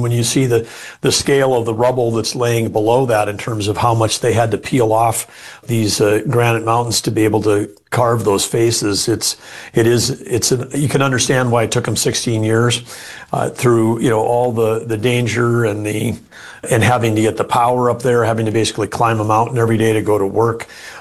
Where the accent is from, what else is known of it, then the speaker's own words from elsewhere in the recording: North Dakota, United States; Growing up in North Dakota